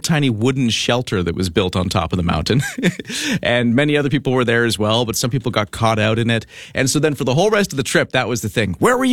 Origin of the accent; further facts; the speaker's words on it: Canada; now in Esquimalt area, Vancouver Island, Canada; Oh, Canada. Oh, so are we. Where in Canada? Oh, Vancouver Island. Oh, where in Vancouver Island? Oh, Esquimalt.